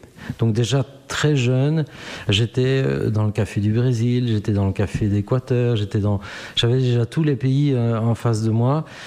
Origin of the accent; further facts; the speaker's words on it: Koksijde, Flanders, Belgium; moved away as an adult; now in Brussels, Belgium; Moi, je suis d'origine de Coxyde. Oui. Maintenant, je suis devenu bruxellois, mais je viens de Coxyde.